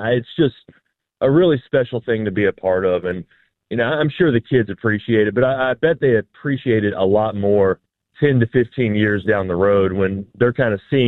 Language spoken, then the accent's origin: English; Birmingham, Alabama, United States; You know, when I came from Birmingham, like, look, there are a lot of great football teams in Birmingham.